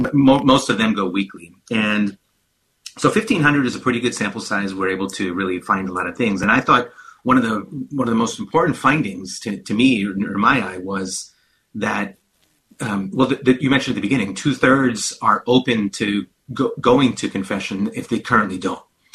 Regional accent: Maryland, United States; I'm well from Northern Maryland here.

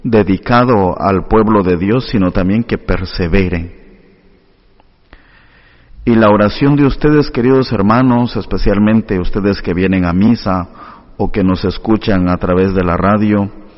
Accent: Santiago Atitlán, Sololá, Guatemala; En la parroquia de donde vengo, en Guatemala, en Santiago Atitlán

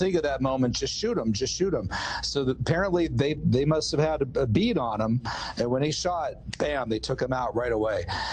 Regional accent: Butler, Pennsylvania, United States; I'm actually from Butler, Pennsylvania.

